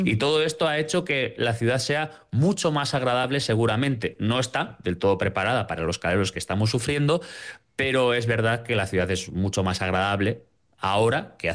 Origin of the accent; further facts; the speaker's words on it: Irún, Basque Country, Spain; now in Paris, France; un croissant seguramente sea más barato en París que en Irún, por ejemplo, ¿no? Que yo, que soy de Irún.